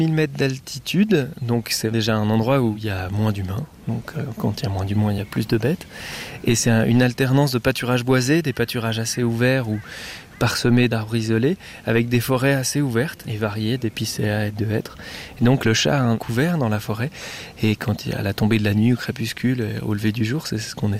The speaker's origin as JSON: {"language": "French", "region": "Vaud", "country": "Switzerland", "tie": "born or raised there", "said": "je suis photographe, j'ai 22 ans. Et ici, on est dans une forêt du Jura que j'aime beaucoup, pas très très loin de là où j'ai grandi"}